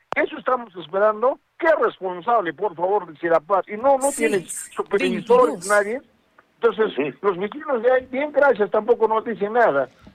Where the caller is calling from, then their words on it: Arequipa, Peru; Yo soy de Hunter. Yo soy de San Juan de Dios.